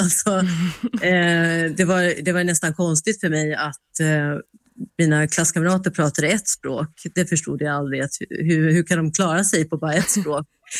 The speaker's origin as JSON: {"language": "Swedish", "country": "Sweden", "tie": "born or raised there", "said": "en produkt utav två kulturer, eller till och med tre eller fyra, beroende på hur man räknar lite. Men jag är ju uppvuxen i Sverige och född här, så att det är väldigt närvarande."}